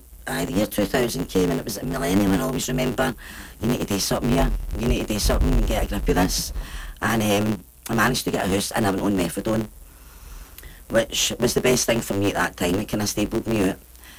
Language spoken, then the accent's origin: English; Glasgow, Scotland, United Kingdom; I'm from Easterhouse there.